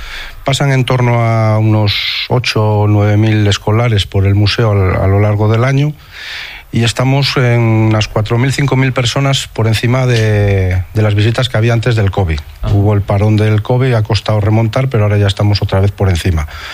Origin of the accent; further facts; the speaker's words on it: Cabrillanes, Castile and León, Spain; mi pueblo, de la Cota de Babia